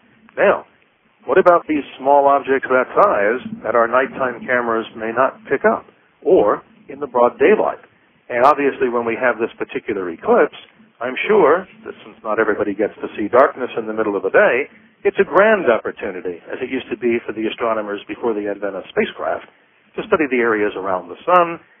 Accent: New York, United States; now in Phoenix, United States; growing up in the New York area, Hilly, I really had a lot of light pollution to contend

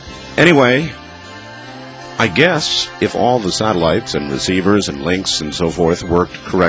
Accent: Northeast Corridor, United States; born there; also born or lived in New Jersey / Pennsylvania; I grew up in the Northeast Corridor, in New Jersey, Pennsylvania

